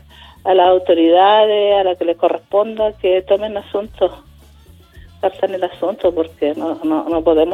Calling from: San Pedro de la Paz, Biobío, Chile; Yo soy de San Pedro La Paz.

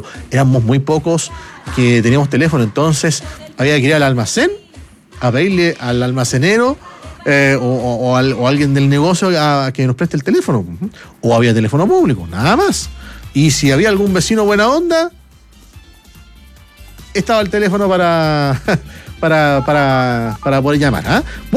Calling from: Biobío, Chile; Hola, Radio Bio Bio. … Soy de Pedro del Río, de la población Rivera Norte.

